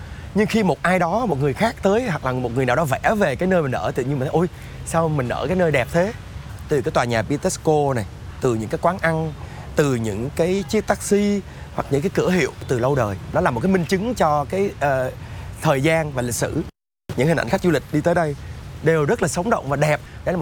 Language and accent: Vietnamese; Ho Chi Minh City, Vietnam; là một người con sinh ra và lớn lên ở thành phố Hồ Chí Minh